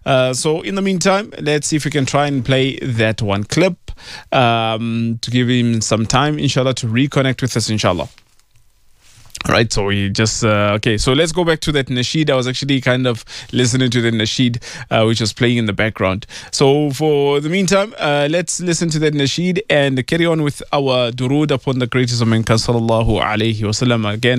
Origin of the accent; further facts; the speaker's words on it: Pretoria, Gauteng, South Africa; this is my hometown, Pretoria.